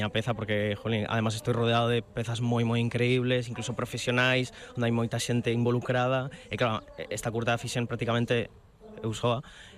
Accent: Vigo, Galicia, Spain; Tamén é un festival moi afín a min, tamén porque eu son de Vigo.

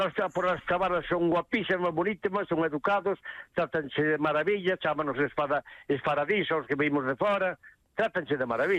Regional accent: Ribeira, Galicia, Spain; moved away; Pois é o son de Ribeira, vine aquí ao son que tiña unha moza.

